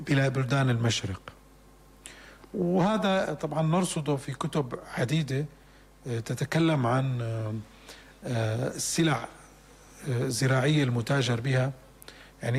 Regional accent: Damascus, Damascus Governorate, Syria; في مدينتي وفي أرجاء مدينة دمشق.

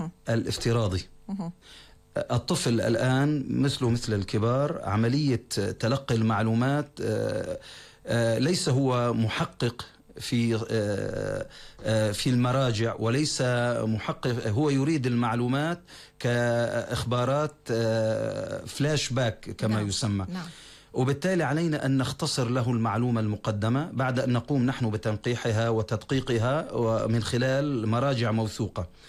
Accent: Syria

